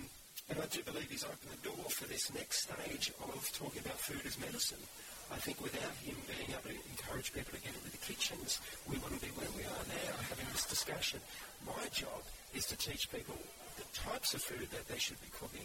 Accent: Australia; I eat emu because that's native to my country.

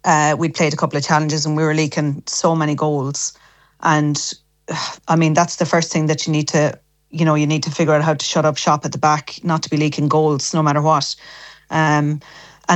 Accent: Ballina, Connacht, Ireland; because I'm from Ballina, obviously.

